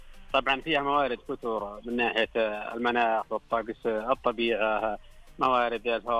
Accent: Taif, Makkah Province, Saudi Arabia; أنا طبعاً ابن الطايف وعاشق الطايف

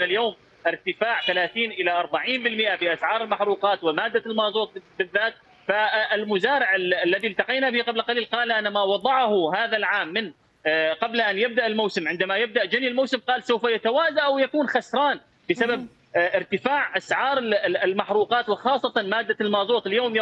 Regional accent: Deir ez-Zor Governorate, Syria; عندنا في دير الزور

